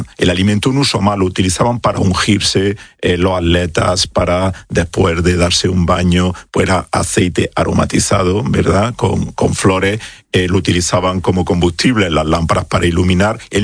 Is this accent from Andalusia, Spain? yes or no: yes; Jaén, Andalusia, Spain; botella de aceite de oliva de mi tierra de Jaén, y eso fue como poner una pica en Flandes.